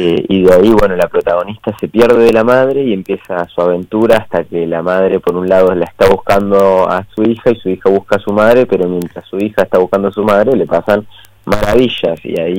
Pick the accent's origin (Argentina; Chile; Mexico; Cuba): Argentina; southern Argentina; moved away as an adult; now in Buenos Aires, Argentina; Yo soy de acá, yo soy nacido … nacido y criado.